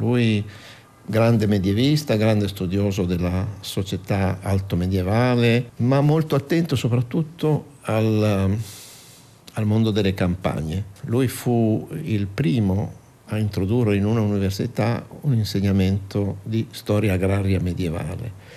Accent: Imola, Emilia-Romagna, Italy; noi siamo di Imola, Romagna, la Romagna di provincia bolognese

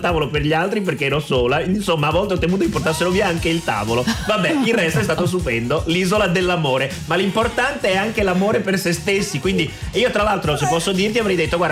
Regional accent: Ferrara, Emilia-Romagna, Italy; Perché io sono di Ferrara.

